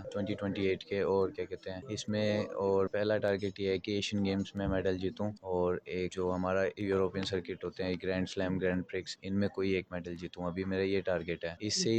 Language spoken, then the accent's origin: Hindi; Delhi, India; मैं दिल्ली का रहने वाला हूँ, द्वारका मोड़ से यहाँ रहता हूँ मैं, द्वारका मोड़ पे।